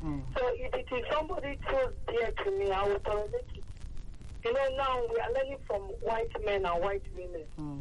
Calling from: Ireland; I'm calling from Ireland.

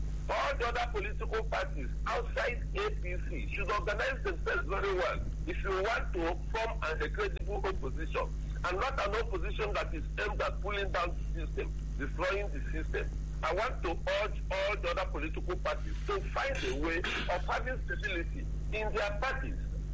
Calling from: Owerri, Imo, Nigeria; I'm calling from Owerri in Imo State.

